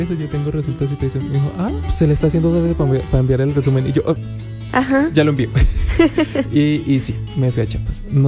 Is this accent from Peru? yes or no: no; Colombia; now in Mexico; O sea, como colombianos, o sea, no era el único colombiano, como colombianos nos hicimos notar.